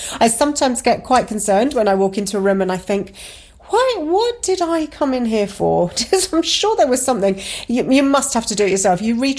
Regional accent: Bermuda; born there; moved away; I was born in Bermuda.

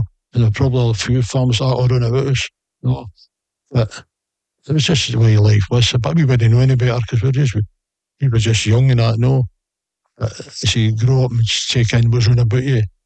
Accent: Scotland, United Kingdom; I'm Scottish. Although my dad was Irish, he came from Sligo.

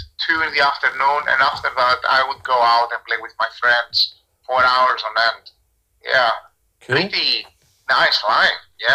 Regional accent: Greece; moved away as an adult; now in Scotland, United Kingdom; So I grew up in Greece, and I have been living in Scotland for the last 12 years.

